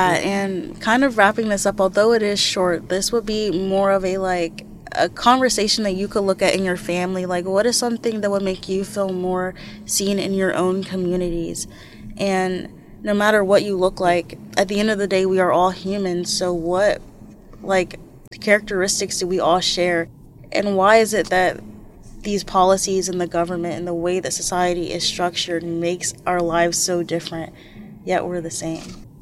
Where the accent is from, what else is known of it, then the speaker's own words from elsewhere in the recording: United States; And even when I was born being African American, I already had some of those privileges as a US citizen taken away.